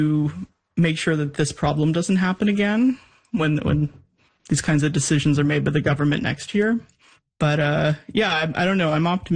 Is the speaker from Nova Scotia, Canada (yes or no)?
yes; Bedford, Nova Scotia, Canada; I mean, I grew up in Bedford, Nova Scotia, and I was at that Bedford library all the time